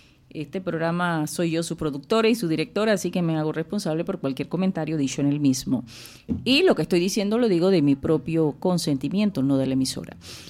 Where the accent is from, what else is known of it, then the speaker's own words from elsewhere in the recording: Macaracas, Los Santos, Panama; Y digo macaraqueños porque también me incluyo. Yo nací aquí en Macaracas, para que sepan, sí. Nací aquí en el hospital, pero en el viejo, como dicen. Y mi madre de Llano de Piedras, de Macaracas. Mi padre sí es chitreano